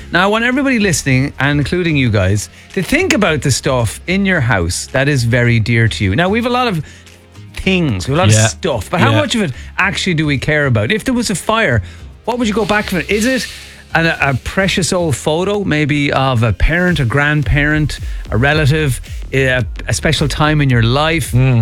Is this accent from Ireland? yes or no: yes; Ireland; So as Irish people, we just want to see inside your gaff.